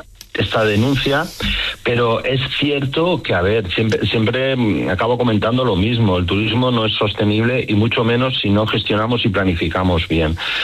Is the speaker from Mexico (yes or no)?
no; Balearic Islands, Spain